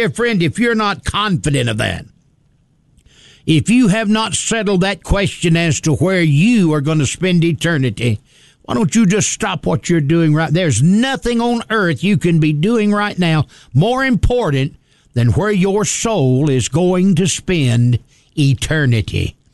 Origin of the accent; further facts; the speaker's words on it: United States; I thank the Lord that I'm an American.